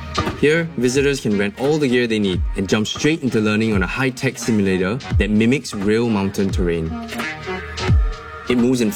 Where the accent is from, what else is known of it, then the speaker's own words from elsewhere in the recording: Singapore; Growing up in Singapore, I had to chase these passions abroad.